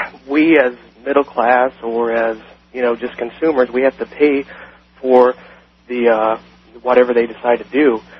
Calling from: Shelbyville, Indiana, United States; calling from Shelbyville, Indiana.

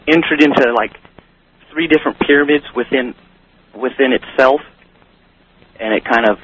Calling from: Ellensburg, Washington, United States; calling from Ellensburg.

